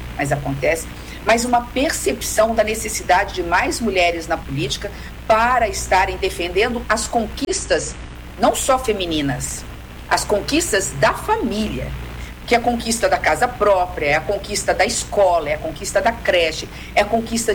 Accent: Brazil; eu sei dialogar, porque eu sou do interior do Brasil, então eu conheço a mulher conservadora

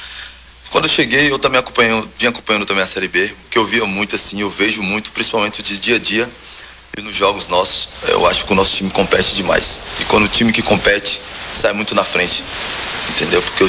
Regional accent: Ceará, Brazil; Da onde eu sou do Ceará, o sol é igual daqui, não tem essa pertinho.

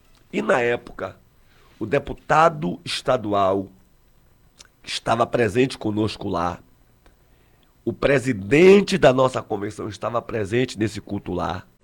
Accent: Salvador, Bahia, Brazil; now in Arembepe, Brazil; eu sou de Salvador, mas estou hoje morando em Arembepe, ali, região de Camaçari.

